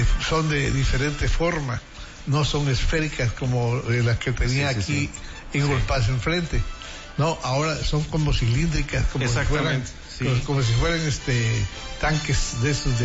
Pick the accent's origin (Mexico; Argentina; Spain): Mexico; así somos los mexicanos, nos gusta la aventura